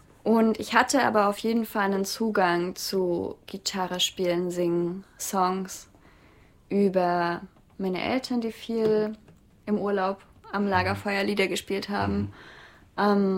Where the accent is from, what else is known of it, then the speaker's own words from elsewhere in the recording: Ilmenau, Thuringia, Germany; now in Leipzig, Germany; also ich wurde in Leipzig geboren und bin in Thüringen-Ilmenau aufgewachsen.